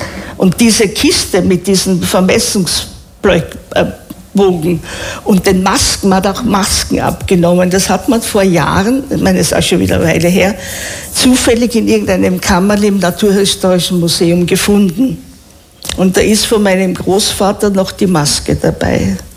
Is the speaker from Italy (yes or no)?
no; Vienna, Austria; born there; meine Mutter war Deutsche und damals meine Eltern noch nicht verheiratet. Also in Wien zwar geboren, aber als deutsche Staatsbürgerin.